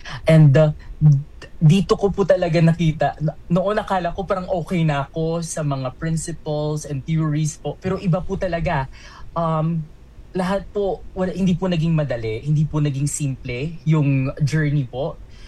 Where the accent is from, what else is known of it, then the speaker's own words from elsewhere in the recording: Bacolod, Western Visayas, Philippines; So Bacolod City po is really kung saan po ako pinanganak and my hometown.